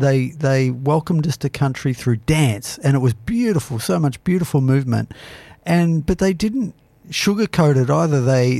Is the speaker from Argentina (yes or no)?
no; Australia; It's one of those things for me about being Australian and the way forward.